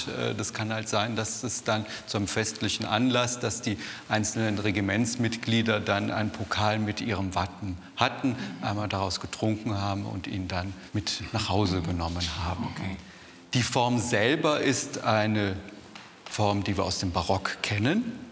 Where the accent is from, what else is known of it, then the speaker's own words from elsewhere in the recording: Rhineland, Germany; wir als Rheinländer